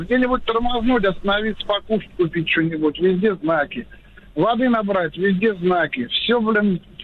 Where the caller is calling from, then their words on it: Tambov, Tambov Oblast, Russia; Да, город Тамбов.